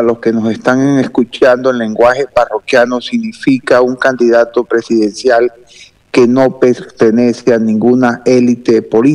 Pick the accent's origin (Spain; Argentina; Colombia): Colombia; La Guajira; un candidato que es nuestro, que es costeño